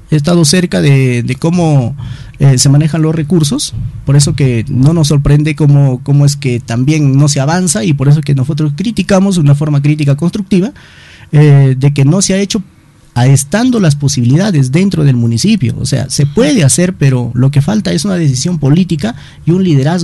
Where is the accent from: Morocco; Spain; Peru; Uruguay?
Peru; yo quiero regalar mis mejores años al servicio de mi pueblo, de mi distrito de Gallipampa.